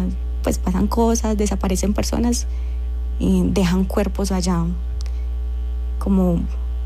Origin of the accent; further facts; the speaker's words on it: San Andrés and Providencia, Colombia; Pero a nosotros los nativos nos ha tocado una historia más bien fuerte